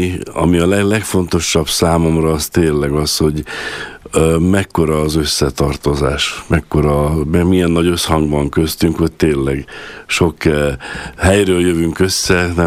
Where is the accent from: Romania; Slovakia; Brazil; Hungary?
Slovakia; Felvidék; én felvidéki magyar vagyok